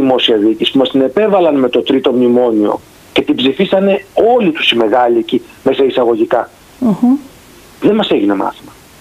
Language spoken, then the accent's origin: Greek; Lamia, Central Greece, Greece; moved away; Ανεβαίνω καμιά φορά στα μέρη μου στη Λαμία